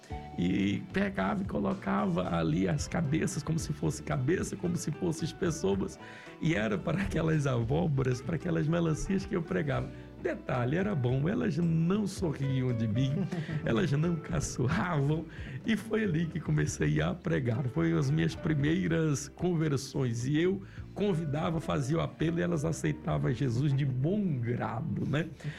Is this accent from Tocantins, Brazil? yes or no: yes; Colinas do Tocantins, Tocantins, Brazil; moved away